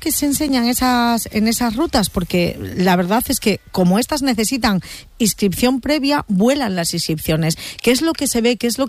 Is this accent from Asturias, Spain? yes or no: yes; Gijón, Asturias, Spain; ¿Hay turistas o la mayoría somos gijoneses y gijonesas, asturianos